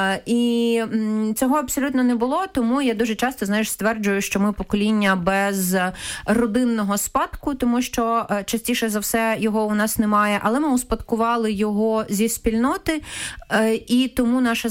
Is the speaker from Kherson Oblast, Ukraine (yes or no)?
yes; Kherson, Kherson Oblast, Ukraine; я родом з Херсона, де закінчила і школу, і університет.